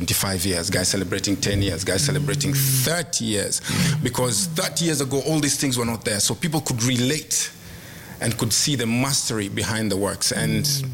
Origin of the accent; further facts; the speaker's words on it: Kenya; Guys associated me with Uganda. The Ugandan culture. So I was like, how am I going to tell people that I'm from Kenya?